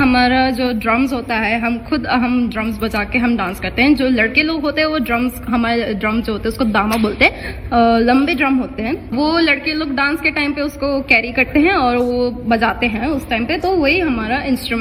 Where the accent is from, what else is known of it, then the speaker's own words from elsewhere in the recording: Meghalaya, India; मैं मेघालय से हूँ, गारो ट्राइब से।